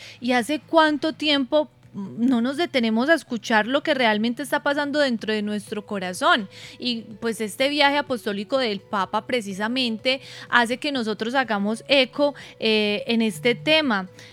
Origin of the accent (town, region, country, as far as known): Antioquia, Colombia